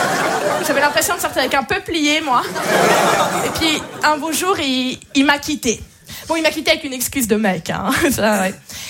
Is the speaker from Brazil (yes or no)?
no; Switzerland; je viens de Suisse